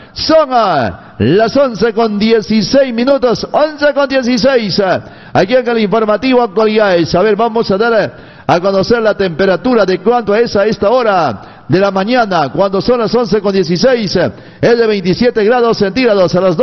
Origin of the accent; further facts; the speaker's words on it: Peru; somos olvidadizos peruanos